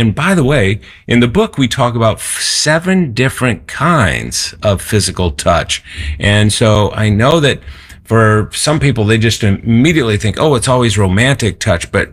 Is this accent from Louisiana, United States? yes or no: no; Boston, Massachusetts, United States; I grew up in Boston, by the way, where we dropped our R's. I've corrected the way I speak, so I don't say pock, I say park.